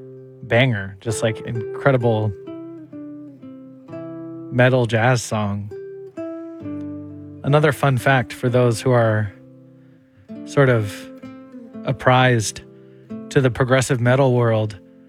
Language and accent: English; Taholah, Washington, United States; I'm Quinault from Tahola on the mouth of the Quinault River.